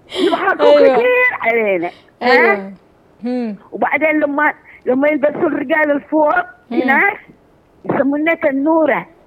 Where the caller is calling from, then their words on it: Aden, Yemen; accent: Adeni; ونحن الحمد لله عدانية 100%